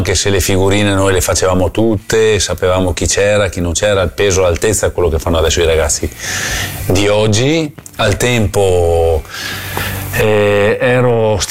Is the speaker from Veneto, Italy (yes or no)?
yes; Selvazzano Dentro, Veneto, Italy; moved away; del mio paese, lo nomino perché mi emoziona, Caselle di Selvazzano